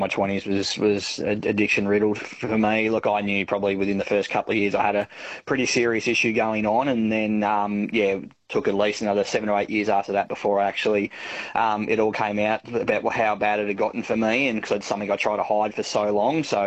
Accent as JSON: {"language": "English", "region": "Tasmania", "country": "Australia", "tie": "born or raised there", "said": "I'm from Tassie and grew up playing footy down here at a decent level"}